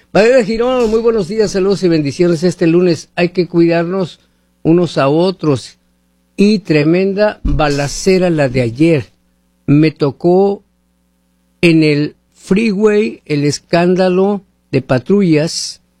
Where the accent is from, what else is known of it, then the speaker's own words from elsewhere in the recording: Hermosillo, Sonora, Mexico; moved away; mi tierra, Hermosillo, es una de las ciudades más calientes allá en México.